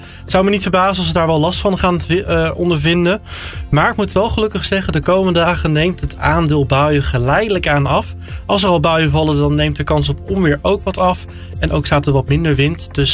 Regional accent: Zwolle, Overijssel, Netherlands; Ik kom uit Zwolle

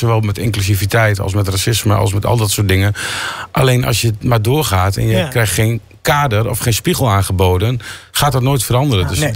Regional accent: Netherlands; Want ik ben echt een Hollander. Ik kom uit een boerenstreek.

